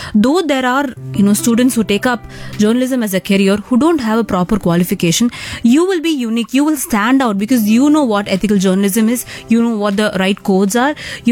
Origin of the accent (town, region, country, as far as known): India